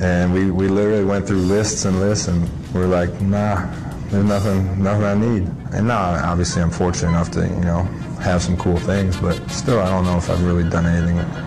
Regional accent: Pewaukee, Wisconsin, United States; he's from Pewaukee, I'm from Pewaukee, we've been friends forever

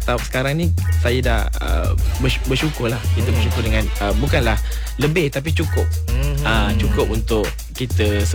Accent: Segamat, Johor, Malaysia; Saya orang Segamat lah. Segamat tu sebenarnya banyak je yang macam food fair, show apa semua. Tapi saya tak pernah sekali pun dipanggil untuk show dekat sana. Dekat saya punya tempat lahir saya sendiri.

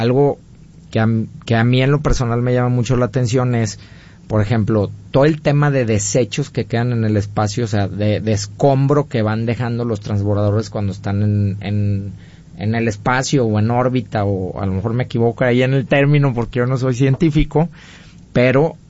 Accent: Mexico; como buenos mexicanos que somos

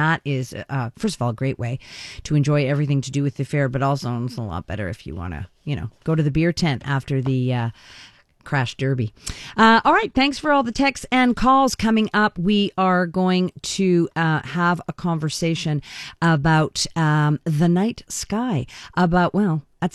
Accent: Ireland; I'm Irish, but it's Scottish Games.

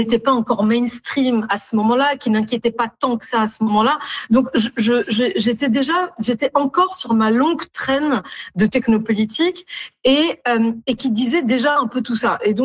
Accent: Tunis, Tunis Governorate, Tunisia; moved away as an adult; now in France; Moi, je suis tunisienne. Je suis née à Tunis. J'ai grandi en Tunisie. C'est mon pays. Puis après, je suis arrivée à 18 ans en France pour mes études supérieures.

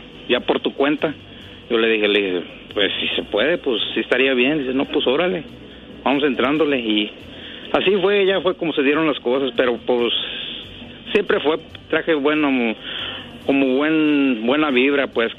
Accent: Tingambato, Michoacán, Mexico; moved away as an adult; now in Camp Verde, Arizona, United States; Se llama un pueblito en Michoacán, se llama Tingambato. Está entre Pátzcuaro y Uruapan.

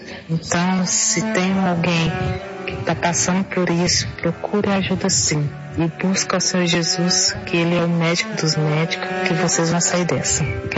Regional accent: Belo Horizonte, Minas Gerais, Brazil; sou de BH.

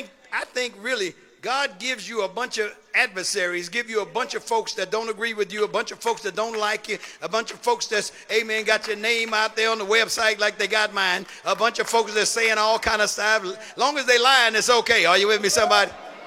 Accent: Oakland, California, United States; I'm from West Oakland.

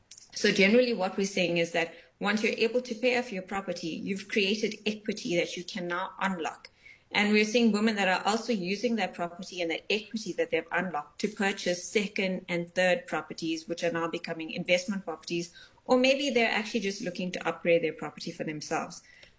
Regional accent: South Africa; as a young female growing up in South Africa.

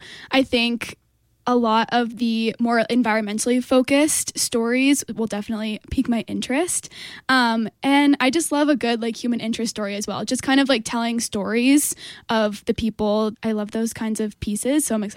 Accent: Massachusetts, United States; So I'm from Massachusetts, but the reason why you might know me is because I was an intern here at KOTO summer of 2024.

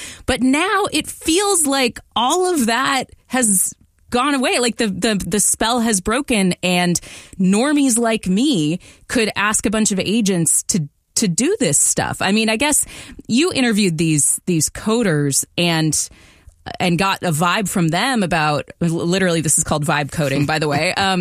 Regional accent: Redmond, Washington, United States; born or raised there

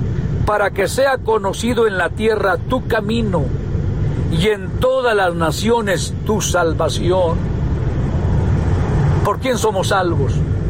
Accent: Mexico; como mexicanos que somos

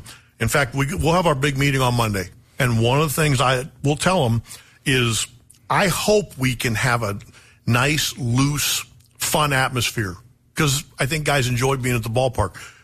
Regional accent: Pennsylvania, United States; It's, you know, I grew up in Western Pennsylvania, mm-hmm. which is very Midwest.

